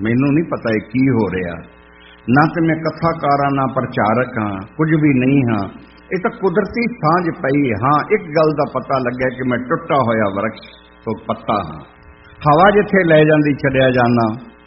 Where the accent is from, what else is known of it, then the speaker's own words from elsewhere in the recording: Lahore, Punjab, Pakistan; ਮੇਰਾ ਲਾਹੌਰ ਦਾ ਹੀ ਜੰਮਪਲ ਹੈ, ਉੱਥੋਂ ਦਾ ਹੀ ਮੈਂ ਐਜੂਕੇਟਡ ਹਾਂ, ਵਿੱਦਿਆ ਮੇਰੀ ਸਾਰੀ ਉੱਥੋਂ ਦੀ ਹੀ ਹੈ।